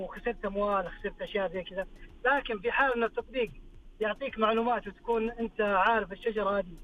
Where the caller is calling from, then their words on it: Jeddah, Makkah Province, Saudi Arabia; من جده حبيبي.